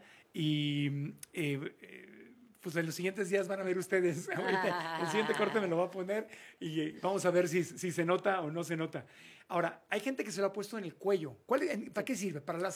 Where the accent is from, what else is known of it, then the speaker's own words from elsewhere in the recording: Mexico; Nosotros como mexicanos darle la vuelta a la derrota de Inglaterra